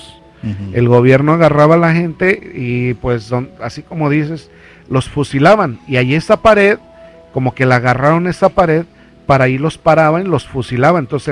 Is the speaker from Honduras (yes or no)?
no; Zamora, Michoacán, Mexico; Allí en mi, de donde yo soy, donde yo crecí, uh-huh, hay un santuario que es muy reconocido a nivel nacional, uh-huh, el santuario de Guadalupe en, uh-huh, Zamora.